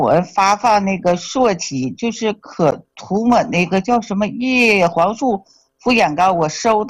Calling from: Shenyang, Liaoning, China; 我是沈阳的。

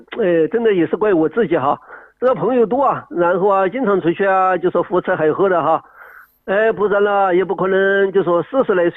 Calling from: Chongqing, China; 我是重庆的一个患者。

